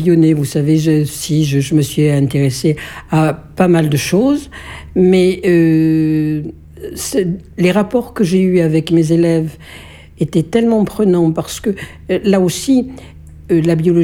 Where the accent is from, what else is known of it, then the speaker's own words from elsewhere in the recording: Thiviers, Nouvelle-Aquitaine, France; je suis né à Thiviers et il est vraisemblable que je vais mourir à Thiviers. Et je suis peut-être natif du Périgord, je suis resté dans le Périgord. Bon, j'ai voyagé, j'ai tourné, mais c'est là où j'ai habité. Et pourtant, je me sens citoyenne du monde. J'ai à la fois mes racines ici